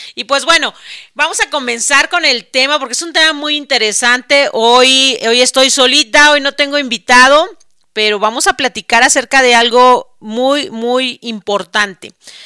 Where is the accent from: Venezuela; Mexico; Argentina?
Mexico; now in United States; médico mexicana y asesora de bienestar por parte de la compañía Tonic Life en Estados Unidos.